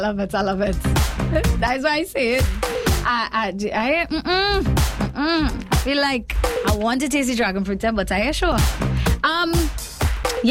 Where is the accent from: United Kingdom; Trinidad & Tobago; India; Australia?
Trinidad & Tobago; now in United States; Growing up in Trinidad and now in the US, can't touch chocolate is best.